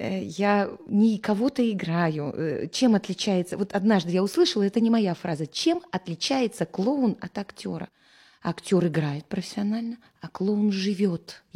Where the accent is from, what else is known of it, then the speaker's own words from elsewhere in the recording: Yaroslavl, Yaroslavl Oblast, Russia; На время поехали, папа мой здесь родился, а уже я родилась в Ярославле, как-то, ну, осели, ассимилировались, я вообще ни о чем не жалею, прекрасный город.